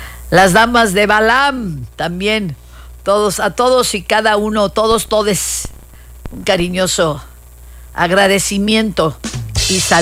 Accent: Mexico; Ya saben lo ocurrentes que somos los mexicanos.

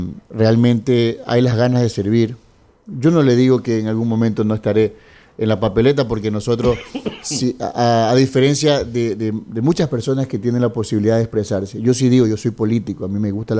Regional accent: Manta, Manabí, Ecuador; born there; now in Jaramillo, Ecuador; yo soy nacido en Manta y tengo domicilio electoral en Jaramillo

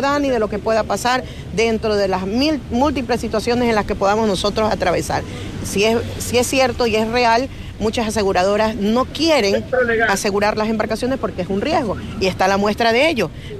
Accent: Manabí, Ecuador; soy una manabita que nosotros hemos venido de desgracia en desgracia y lo que tenemos que hacer es apoyarnos entre nosotros mismos.

